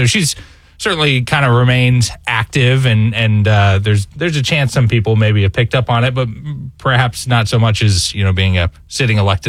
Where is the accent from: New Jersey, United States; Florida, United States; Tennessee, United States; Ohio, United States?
Florida, United States; I'm from Clay County. It's a pretty conservative area.